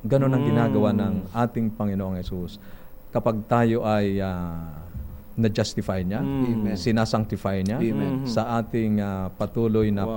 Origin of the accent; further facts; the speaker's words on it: Quezon, Calabarzon, Philippines; Doon sa amin sa Quezon, Barda